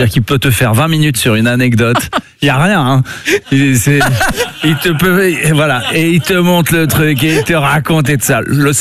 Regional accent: Morocco; Je suis marocain.

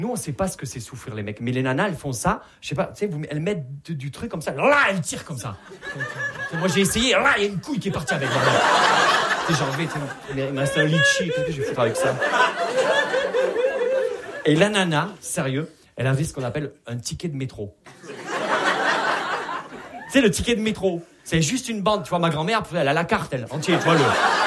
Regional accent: Perpignan, Occitanie, France; Vous l'entendez à mon accent, je viens pas de Paris. Je viens de Perpignan.

